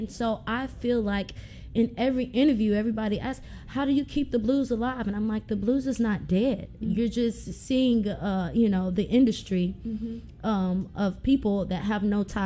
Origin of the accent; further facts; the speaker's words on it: Memphis, Tennessee, United States; I was born in Whitehaven. I went to elementary school out in East Memphis, and then high school in Carrieville and Germantown.